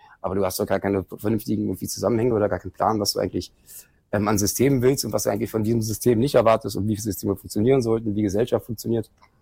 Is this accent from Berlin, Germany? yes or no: yes; Berlin, Germany; Geboren in Schöneberg, groß geworden in Kreuzberg.